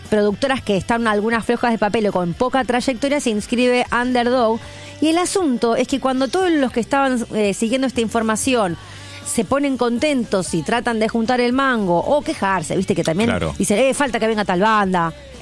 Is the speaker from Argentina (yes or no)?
yes; Argentina; como somos los argentinos